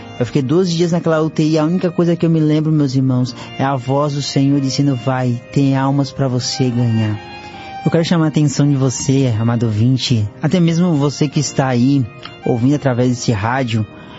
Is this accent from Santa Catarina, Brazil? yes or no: yes; Florianópolis, Santa Catarina, Brazil; eu sou da cidade de Florianópolis, Santa Catarina.